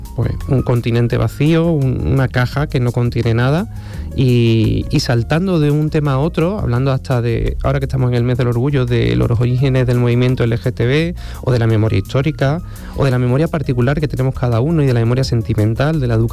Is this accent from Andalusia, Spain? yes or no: yes; Huelva, Andalusia, Spain; muchos andaluces, sobre todo los que somos fronterizos, ya sea que yo soy de Huelva